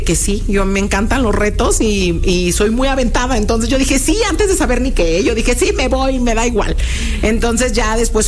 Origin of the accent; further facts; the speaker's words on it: Guadalajara, Jalisco, Mexico; O sea, yo soy de Guadalajara y me acuerdo mucho la primera vez que hice tortas ahogadas.